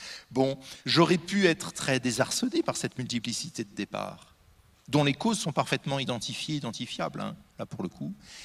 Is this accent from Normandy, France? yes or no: yes; Normandy, France; je suis normand, hein. Un pommier, je le connais.